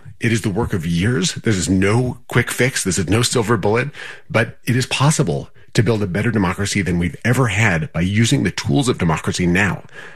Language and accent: English; Wisconsin, United States; including letting people progressive movement in my home state of Wisconsin, the capital P progressive movement.